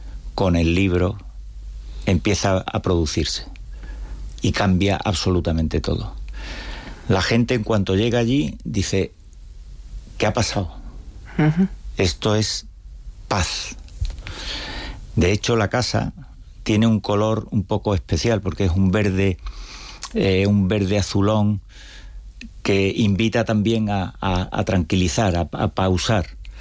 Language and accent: Spanish; Seville, Andalusia, Spain; also born or lived in Cantabria; Bueno, yo, mi acento me denuncia y he vivido toda mi vida en Sevilla, pero nací en Cantabria, y porque he veraneado siempre en Cantabria.